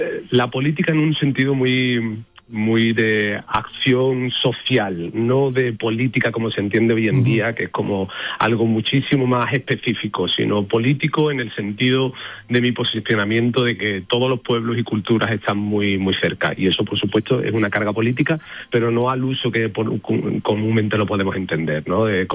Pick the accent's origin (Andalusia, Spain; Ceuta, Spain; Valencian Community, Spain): Andalusia, Spain; Seville; siempre llegamos con ilusión, por supuestísimo, de bailar en mi tierra y de bailarle a mi gente y a mi pueblo